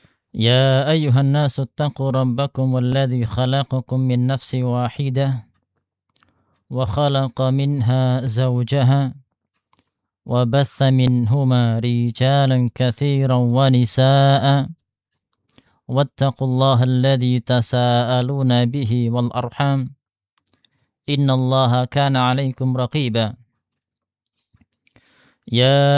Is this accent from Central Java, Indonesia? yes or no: yes; Sragen, Central Java, Indonesia; also born or lived in Jember; now in Perawang, Indonesia; Kalau ana aslinya dari Sragen.